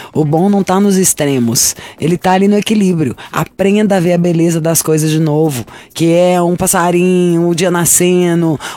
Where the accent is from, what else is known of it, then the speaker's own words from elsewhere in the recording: Minas Gerais, Brazil; Sou de Minas, onde se bebe demais.